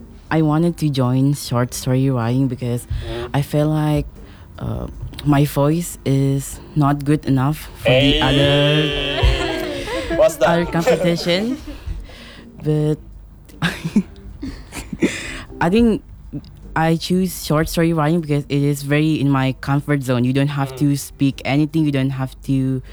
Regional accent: Sulawesi, Indonesia; I'm from Sulawesi

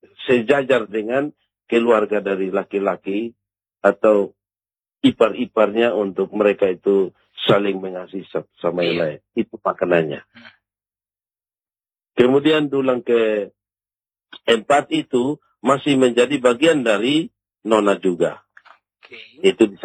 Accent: Amarasi Timur, East Nusa Tenggara, Indonesia; Sedangkan yang namanya kami orang Timur Amarasi itu memiliki marga.

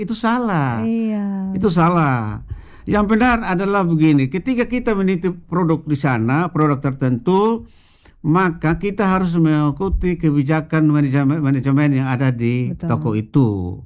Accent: Kupang, East Nusa Tenggara, Indonesia; Hanya kita orang Kupang ini

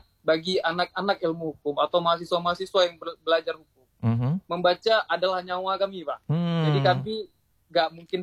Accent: Banda Aceh, Aceh, Indonesia; Saya sendiri lahir dan besar di Banda Aceh, namun di satu tahun kebelakang saya pindah bersama dengan orang tua ke Kabupaten Aceh Singkil ya.

